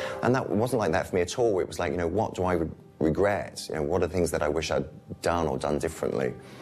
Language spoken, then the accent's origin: English; England, United Kingdom; moved away as an adult; we're very English and reserved.